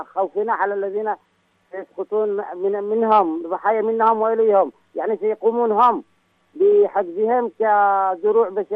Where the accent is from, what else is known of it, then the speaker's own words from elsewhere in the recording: Taiz Governorate, Yemen; نقول لهم نحن أبناء اليمن أو أبناء محافظة سعز أو أبناء المديريات المحررة